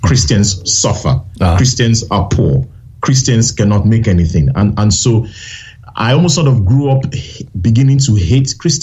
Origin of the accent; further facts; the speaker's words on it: Nigeria; I grew up in Nigeria, in a village, to be honest. But thankfully, the good part was I was born to Christian parents.